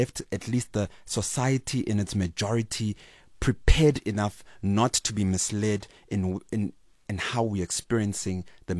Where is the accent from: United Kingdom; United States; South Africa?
South Africa; Soweto, Gauteng; And Komirolensi, Ndofaya, Soweto, where I come from, where I was raised